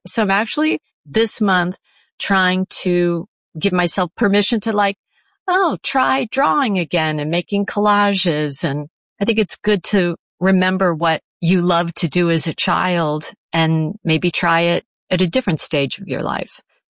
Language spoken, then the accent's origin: English; Chicago, Illinois, United States; born there; also born or lived in New York; I grew up in Chicago for the first 8 years of my life.